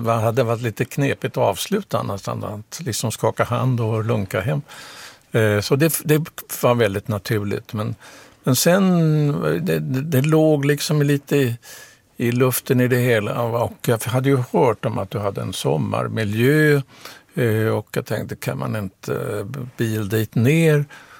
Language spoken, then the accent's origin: Swedish; Stockholm, Stockholm County, Sweden; jag är nämligen uppvuxen på Fredrikshovsgatan, för pappa var präst i Oskarskyrkan 19 år